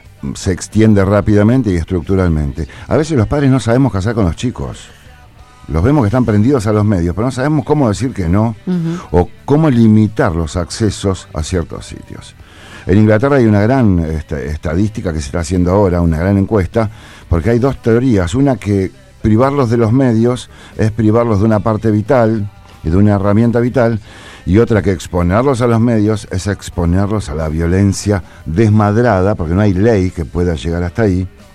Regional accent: Argentina

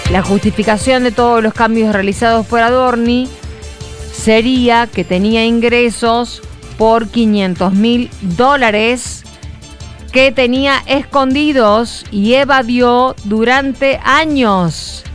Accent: Argentina; ¿Se creen que somos giles los argentinos?

